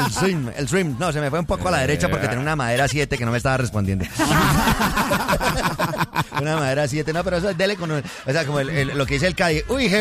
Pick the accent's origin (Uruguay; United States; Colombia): Colombia; Bogotá; a uno como bogotano